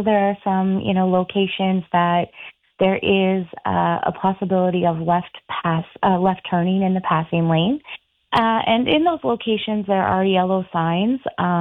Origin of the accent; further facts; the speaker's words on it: Ottawa Valley, Ontario, Canada; moved away as an adult; now in Ottawa, Canada; I was born and raised in the Ottawa Valley. So I've been very aware of that. I mean, I moved to Ottawa, you know, quite a few years ago